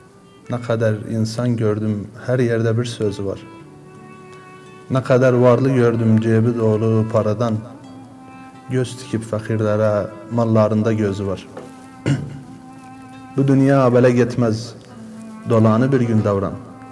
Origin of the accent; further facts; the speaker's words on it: Tuz Khurmatu, Saladin Governorate, Iraq; now in Kirkuk, Iraq; 1995 doğumluyum. Duzxurmat doğumluyum. İlk okul liseye kadar Duzxurmat'ta geçti. Ondan sonra Kerkük'te yerleştik.